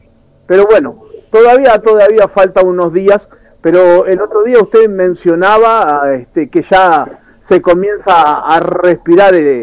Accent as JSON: {"language": "Spanish", "country": "Uruguay"}